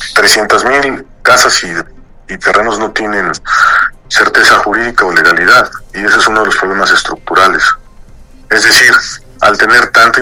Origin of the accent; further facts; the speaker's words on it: Puebla, Mexico; Soy poblano de nacimiento y siempre he estado acá en Puebla